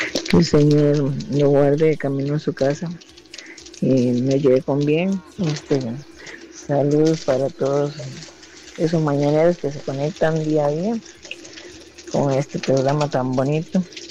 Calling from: Costa Rica; aquí es de Pilar de Cangel

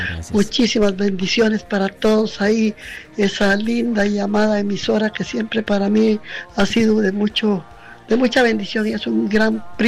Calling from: Santa Rita, Costa Rica; de Santa Rita.

